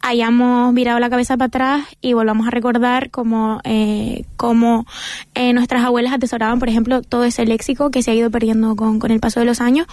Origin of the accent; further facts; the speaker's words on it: Canary Islands, Spain; yo soy canaria, también de una zona rural, y hay muchas palabras que tú utilizaste que yo no conocía.